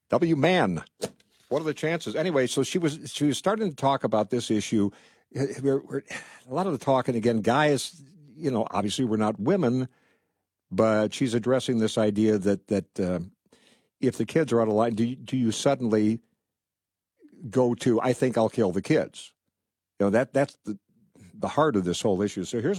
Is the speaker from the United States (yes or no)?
yes; Rockford, Illinois, United States; moved away as an adult; now in San Diego, United States; I grew up in the Midwest. I grew up in Rockford, Illinois, but moved in covered wagons, newly married 50 years ago.